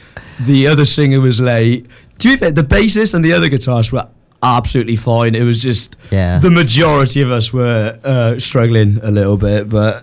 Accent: Wales, United Kingdom; So that old saying, I'm Welsh, I can't help it.

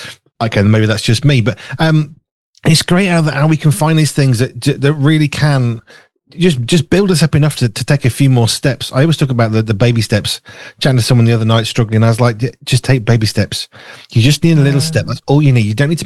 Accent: Wolverhampton, West Midlands, United Kingdom; accent: Black Country; I mean, I grew up in Wolverhampton in the Midlands, not far from Birmingham. Went up to Manchester. It's not even 2 hours in the car, and yet the young people couldn't understand a single word I was saying.

